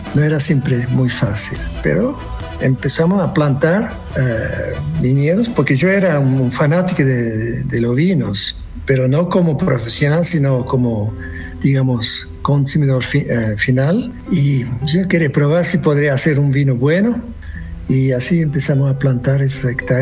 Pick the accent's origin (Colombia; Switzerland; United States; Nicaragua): Switzerland; Spanish is a second language; moved away as an adult; now in Cachi, Argentina; yo soy de Suiza, por eso tengo ese acento.